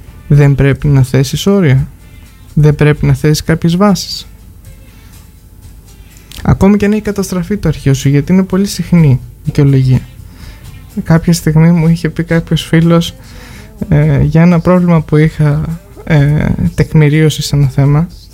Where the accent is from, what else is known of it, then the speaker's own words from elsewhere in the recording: Zakynthos, Ionian Islands, Greece; Σαν ζακυνθινός λαός του σήμερα.